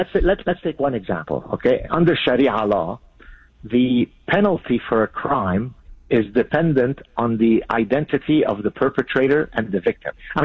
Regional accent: Lebanon; first language Arabic; English is a second language; since Arabic is my mother tongue, since I come from Lebanon.

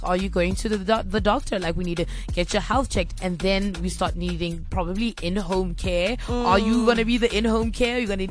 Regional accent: Soweto, Gauteng, South Africa; So I grew up in Soweto

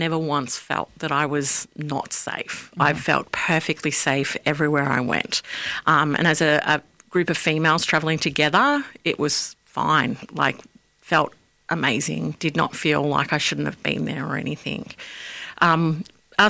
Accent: Australia; Obviously, being Australian, it's hard to bring some of them back, but we definitely partook in a lot of their cultures.

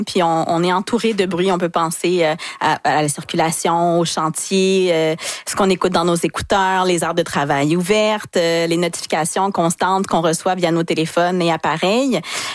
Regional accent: Quebec, Canada; chez nous au Québec

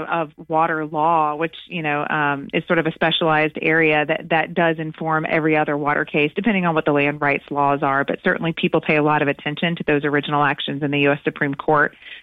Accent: Atlanta, Georgia, United States; But yeah, I grew up in Atlanta. I did go away for school, but I got back to Georgia for good reasons. I wanted to serve my home state

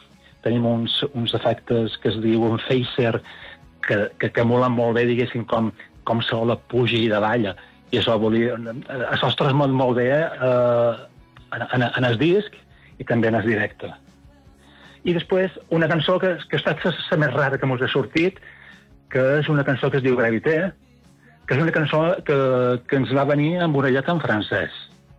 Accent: Menorca, Balearic Islands, Spain; estem aquí fincats a Menorca, som menorquins

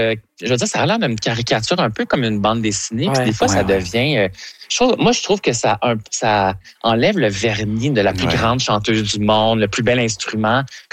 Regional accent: Quebec, Canada; on l'aime, on est Québécois, on veut qu'elle réussisse.

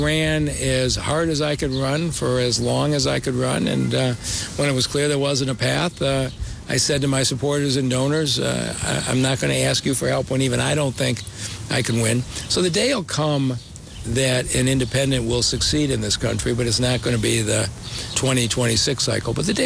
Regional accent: Detroit, Michigan, United States; I grew up in Detroit as a kid, and the Detroit I remember was a magical place.

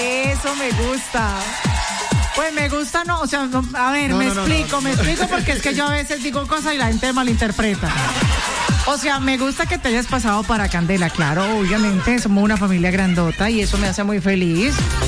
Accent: Colombia; muy de recordarle a la gente que como colombianos nos hemos unido, nos unimos en una sola voz.

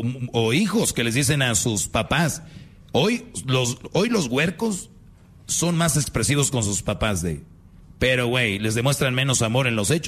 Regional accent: Mexico; así como buenos mexicanos que le ponemos a una situación muchas palabras y frases

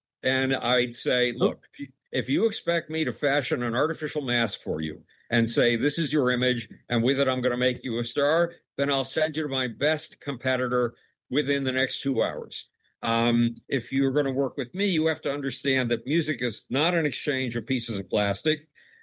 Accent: Buffalo, New York, United States; moved away; Buffalo, New York, which is ironically my hometown

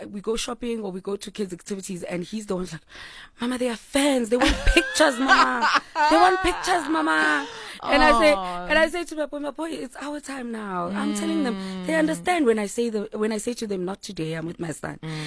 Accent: Mthatha, Eastern Cape, South Africa; first language Xhosa; English is a second language; always bring it home by using isXhosa. You know, my language is my pride. Mm. You know what I mean? Like, you better know. I'm from Mthatha

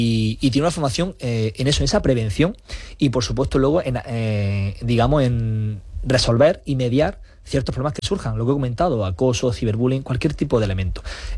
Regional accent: Andalusia, Spain; Aquí los que somos de Poniente voy a utilizar esa expresión

